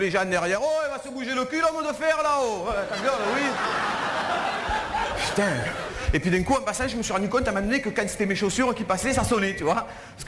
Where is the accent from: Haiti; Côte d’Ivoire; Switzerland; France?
France; on leur a dit « Oui, on va vous faire la cuisine, on est français, vous inquiétez pas, laissez-nous faire, tout ça.